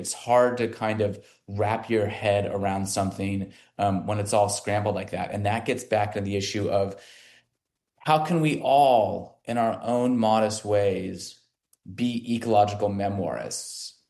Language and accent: English; Arizona, United States; born or raised there; moved away as an adult; now in San Francisco Bay Area, United States